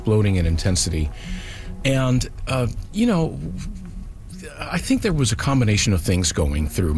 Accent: Puerto Rico; You know, I'm Puerto Rican, and I grew up in Puerto Rico. Hurricanes and tropical cyclones were a part of my upbringing down there.

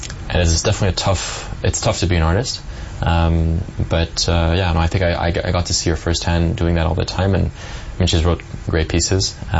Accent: Geneva, Switzerland; So I am originally from Geneva in Switzerland. Grew up a French mother and a Swiss father.

